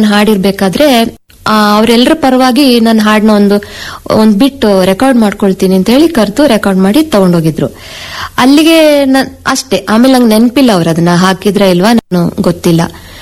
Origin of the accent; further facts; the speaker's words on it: Kukke Subramanya, Karnataka, India; moved away; ನಾನು ಕುಕ್ಕೆ ಸುಬ್ರಹ್ಮಣ್ಯದವಳು.